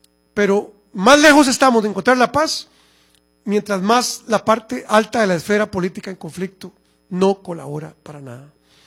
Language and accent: Spanish; Costa Rica; Yo estoy muy preocupado como ciudadano costarricense sobre lo que pueda pasar en Costa Rica en el 2030.